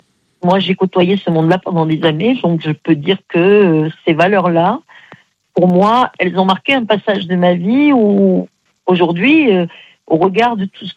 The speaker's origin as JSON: {"language": "French", "town": "Aix-en-Provence", "region": "Provence-Alpes-Côte d'Azur", "country": "France", "said": "Bon, moi, je l'ai connu, hein, j'étais d'Aix-en-Provence."}